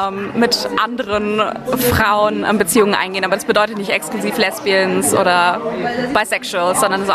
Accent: Nuremberg, Bavaria, Germany; Ich komme aus Nürnberg

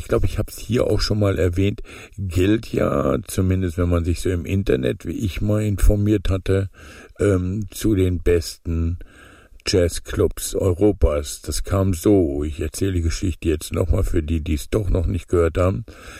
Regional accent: Munich, Bavaria, Germany; Aber warum nicht mal als Münchner mal nach München reisen?

